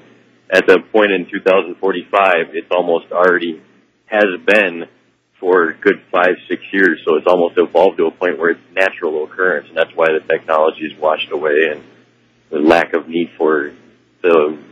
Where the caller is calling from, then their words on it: Minnesota, United States; I'm listening on KSTP in Minnesota.